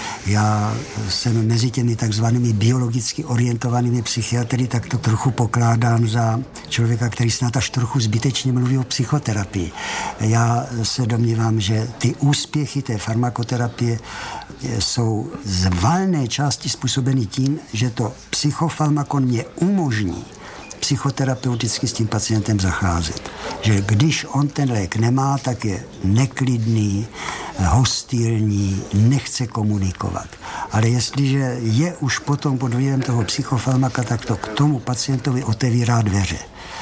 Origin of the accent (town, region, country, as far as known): Brno, South Moravian Region, Czechia; moved away as an adult; also born or lived in Paris / Prague